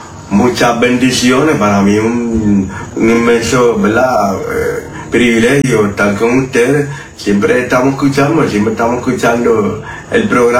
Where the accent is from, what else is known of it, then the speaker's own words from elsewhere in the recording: Arecibo, Puerto Rico; born there; Nací en Arecibo, la ciudad de Arecibo. Desde pequeño, pues nací de siete mesinos